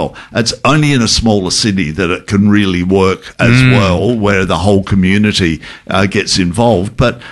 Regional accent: Adelaide, South Australia, Australia; Because I'm originally from Adelaide, and the Fringe over there is monstrous.

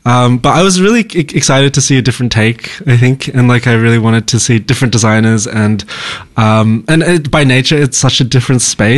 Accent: Australia; I'm Chinese Australian.

